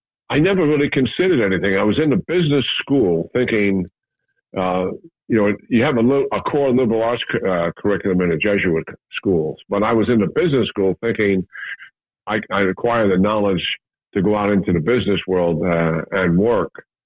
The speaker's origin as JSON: {"language": "English", "region": "New York", "country": "United States", "tie": "born or raised there", "said": "I'm a born and raised New Yorker. So I grew up in Manhattan in city housing projects. The first one was Jacob Riis. It's still there. It's on East 10th Street and Avenue D."}